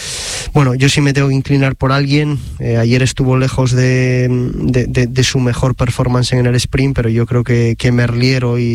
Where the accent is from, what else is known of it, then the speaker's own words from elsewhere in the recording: Oviedo, Asturias, Spain; born there; Nací en Oviedo, pero soy del Sporting.